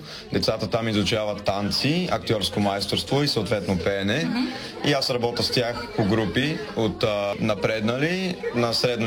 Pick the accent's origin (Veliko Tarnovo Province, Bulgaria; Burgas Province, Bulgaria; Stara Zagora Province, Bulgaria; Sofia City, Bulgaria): Sofia City, Bulgaria; Sofia; От София.